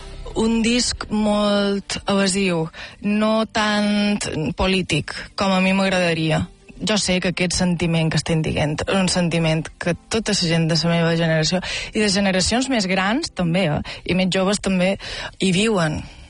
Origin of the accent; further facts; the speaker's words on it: Valldemossa, Balearic Islands, Spain; Sí, som de Vall de Mossa, oh, Vall de Mossa, no sé què, no sé quantes.